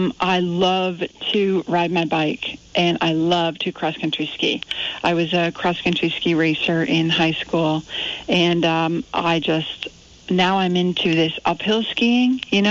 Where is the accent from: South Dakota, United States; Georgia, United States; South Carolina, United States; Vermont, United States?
Vermont, United States; Well, I was born and raised here in Addison County. My mom is a public school teacher. My dad was a public defender at that time.